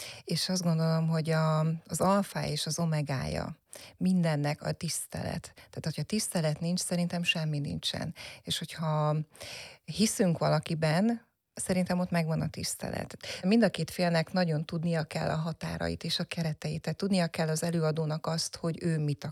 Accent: Miskolc, Borsod-Abaúj-Zemplén, Hungary; moved away as an adult; now in Budapest, Hungary; Miskolcon nőttem föl

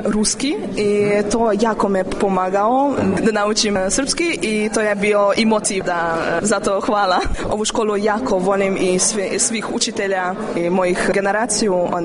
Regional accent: Szeged, Csongrád-Csanád, Hungary; born there; Serbian is a second language; now in Budapest, Hungary; Jako volim srpsku kulturu, ja sam rođena u Segedinu. Blizu je, naravno, Srbija i mi tamo proveli puno leta, raspusta i imamo tamo drugari.

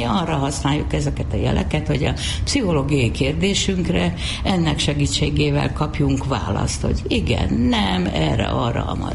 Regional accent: Várpalota, Veszprém County, Hungary; egy műtrágyagyár mellett nőttem fel

